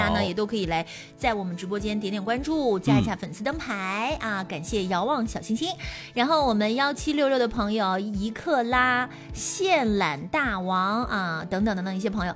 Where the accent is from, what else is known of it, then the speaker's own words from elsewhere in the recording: Shandong, China; 我不是东北的啊，我是山东的。